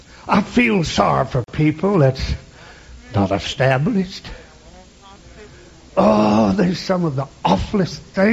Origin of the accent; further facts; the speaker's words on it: Kentucky, United States; moved away; I was from Kentucky, and especially from Jackson County